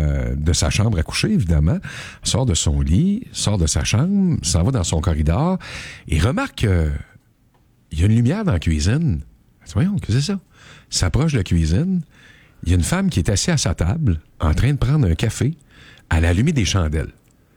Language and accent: French; Montreal, Quebec, Canada; Chez nous, à Montréal.